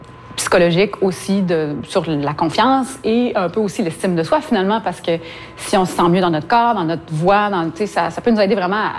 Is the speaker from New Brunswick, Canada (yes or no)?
no; Quebec, Canada; on est Québécois